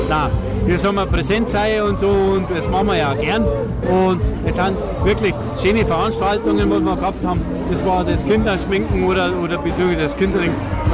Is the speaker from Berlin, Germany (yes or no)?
no; Bavaria, Germany; born there; Ich bin auch 56 Jahre, auch als Walkerlebacher, gebürtiger Walkerlebacher.